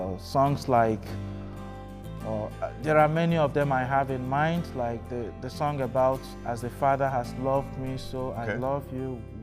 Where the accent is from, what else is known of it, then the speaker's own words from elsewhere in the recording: Nigeria; moved away as an adult; now in United States; I've been to Germany, I've been to Mexico, and then Nigeria is my home country.